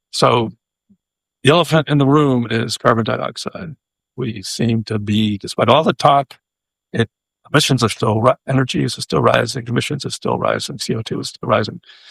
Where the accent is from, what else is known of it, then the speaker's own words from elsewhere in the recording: Massachusetts, United States; She was actually from my hometown in Massachusetts.